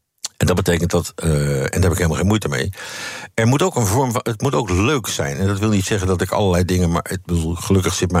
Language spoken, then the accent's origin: Dutch; Netherlands; als Nederlander